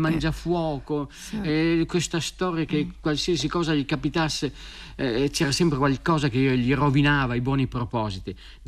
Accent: Parma, Emilia-Romagna, Italy; born there; nella stradina dove io sono nato, a Parma.

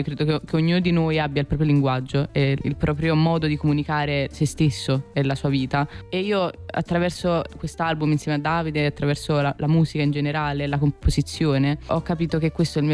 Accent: Naples, Campania, Italy; born there; Io poi sono nata a Napoli, ma mia madre è anche siciliana, quindi io comunque, cioè, sono circondata sempre dal mare.

